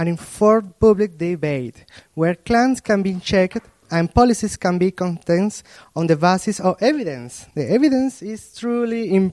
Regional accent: Venezuela; moved away as an adult; now in Turkey; I am from Venezuela, currently living in Turkey since 2021

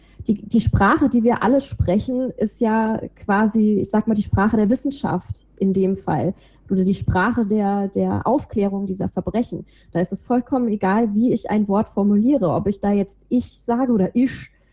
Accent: Rhineland, Germany; accent: Rhinelandic dialect; ich bin halt nun mal im Rheinland aufgewachsen

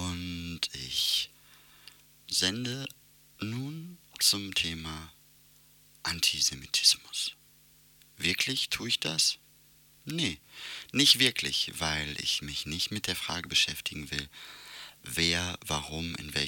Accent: North Rhine-Westphalia, Germany; now in Hamburg, Germany; Ich komme aus dem Ruhrgebiet.

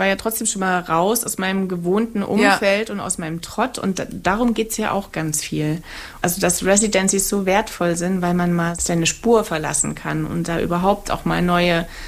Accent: Saxony, Germany; born or raised there

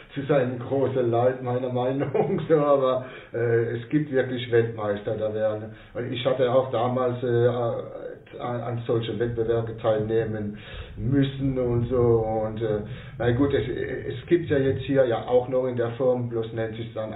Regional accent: Strasbourg, Grand Est, France; Also ich bin aufgewachsen auf der Mainau, der Platz, wo jetzt der berühmte Racing Straßburg Fußball spielt und sein Stadion hatte und so. Ich bin ja 60 geboren und so, meine Eltern sind da in die Siedlung gezogen.

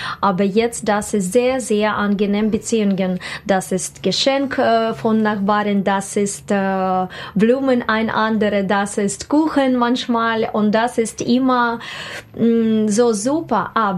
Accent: Minsk, Belarus; German is a second language; now in Magdeburg, Germany; ich komme aus Minsk, aus Weißrussland Russland und ich habe ganz positive Erfahrung leben in Deutschland und ich wohne in Magdeburg.

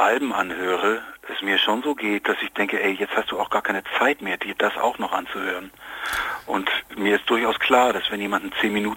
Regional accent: Hamburg, Germany; Und ich meine, ich komme ja aus Hamburg, hier gibt es ja jede Menge Clubs

